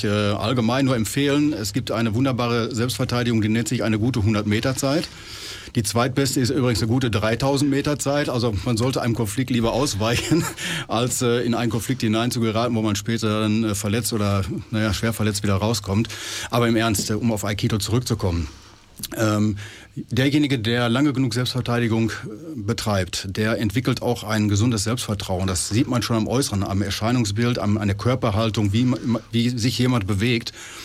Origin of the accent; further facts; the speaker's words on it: Dortmund, North Rhine-Westphalia, Germany; also born or lived in Castrop-Rauxel; now in Aurich, Germany; als Dortmunder